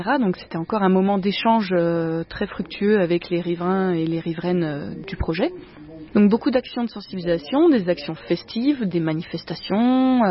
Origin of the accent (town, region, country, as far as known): Auvergne-Rhône-Alpes, France